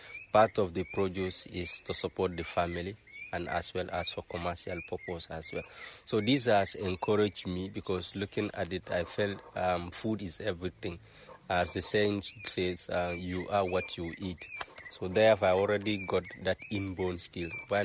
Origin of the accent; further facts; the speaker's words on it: Gunjur, West Coast, Gambia; born and brought up in Gunjur.